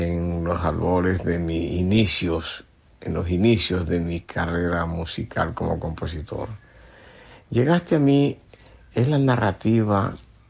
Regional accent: San Juan del Cesar, La Guajira, Colombia; ella llega a San Juan del Cesar a estudiar en la Escuela Normal de Señoritas, allá en mi tierra

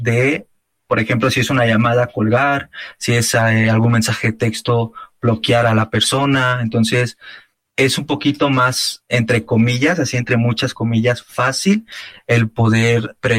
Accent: Mexico; Pues básicamente en México, en mi país

